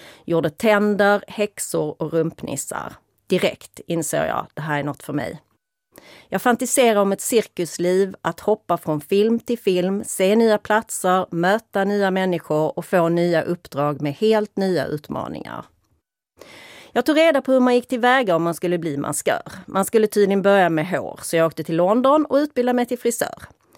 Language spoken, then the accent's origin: Swedish; Malmö, Skåne, Sweden; Jag är uppvuxen i Malmö